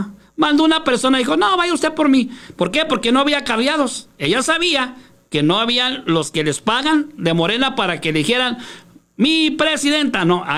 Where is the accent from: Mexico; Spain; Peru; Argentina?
Mexico